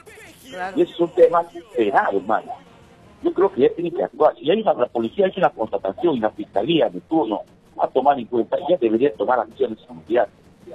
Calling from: Iquitos, Loreto, Peru

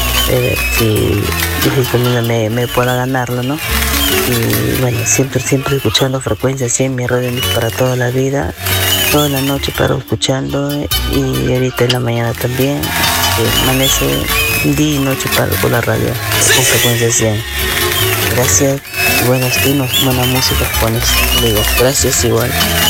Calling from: Moche, La Libertad, Peru; soy de acá de Guabalito, Moche.

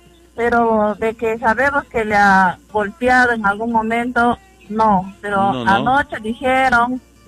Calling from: Lima, Peru; yo no vivo allá, yo vivo en Lima.

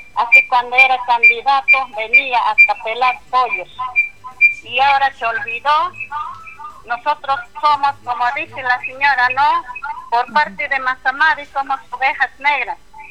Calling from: Peru; Estoy llamando ya acá del Centro Poblado de Caminasari, Villa Josefina.

